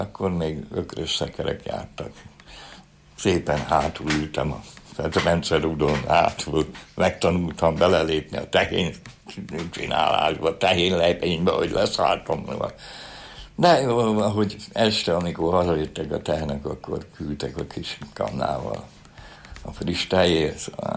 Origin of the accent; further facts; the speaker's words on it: Budapest, Hungary; mert én ott nevelkedtem olyan helyen, ahol a világ legszebb helye